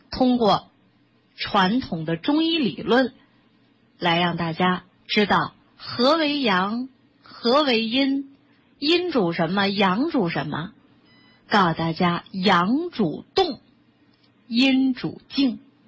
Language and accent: Chinese; China; 就像我们中国人拿这筷子